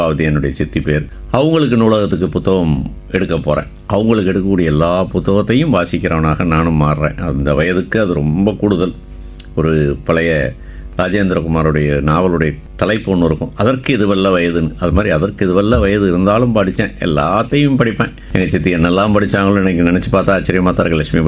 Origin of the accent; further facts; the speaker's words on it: Madurai, Tamil Nadu, India; நான் மதுரைதானுடைய சொந்த ஊர். ஆனால் என்னுடைய அப்பா இங்கே சென்னையில் பணிபுரிந்தார்